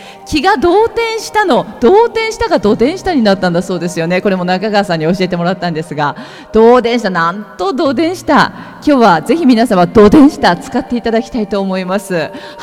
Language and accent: Japanese; Akita, Japan; accent: Akita dialect; ぜひ秋田弁使う機会を作りましょう。私はほとんどこうやってなまってますけど